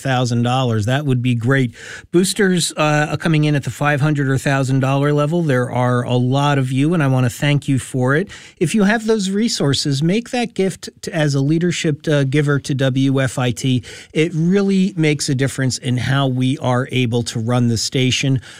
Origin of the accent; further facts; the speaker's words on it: Baltimore, Maryland, United States; born there; And Baltimore. I think they said they started out in Baltimore. That's my hometown and adopted hometown.